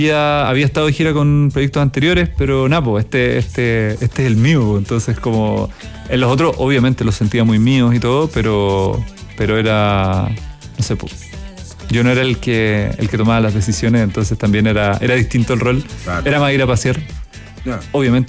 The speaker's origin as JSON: {"language": "Spanish", "town": "Santiago", "region": "Santiago Metropolitan", "country": "Chile", "said": "de acá de Santiago."}